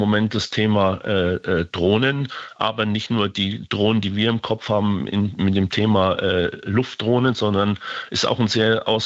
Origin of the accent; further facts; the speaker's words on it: Germany; wir als Deutsche